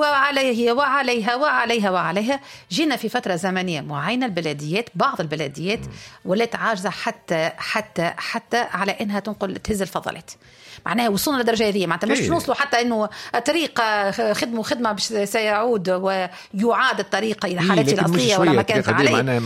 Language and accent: Arabic; Tunisia; نتكلموا بلهجتنا التونسيه